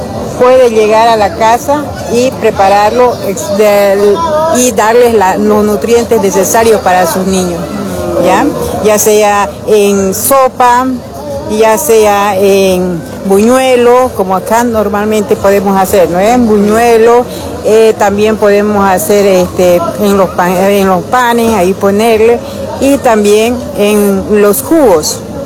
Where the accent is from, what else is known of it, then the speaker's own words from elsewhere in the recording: Yapacaní, Santa Cruz, Bolivia; Nosotros somos de Yapacaní, de Santa Fe, de Yapacaní, que venimos a mostrar también nuestros productos que vendemos.